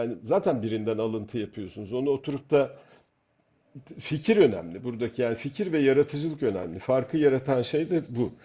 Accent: Rumelia, Turkey; Bunu da mesela ben Balkan'ım demem kendime. Ben Rumeliyim. Neden? Çünkü ben bu ülkenin insanıyım.

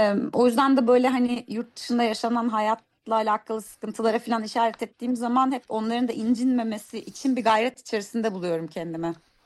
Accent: Ankara, Turkey; Ben Ankaralı olmam sebebiyle zaten memleketin derdiyle çok dertlenilen bir atmosferde büyüdüm birçok Ankaralı gibi.

